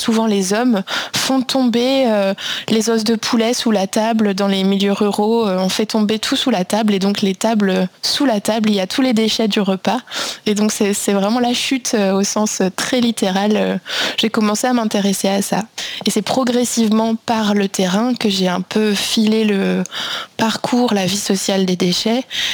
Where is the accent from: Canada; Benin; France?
France; also born or lived in Brussels, Belgium; Mais au départ, je suis française et j'ai un parcours de sciences sociales au sens large avant de me spécialiser en anthropologie.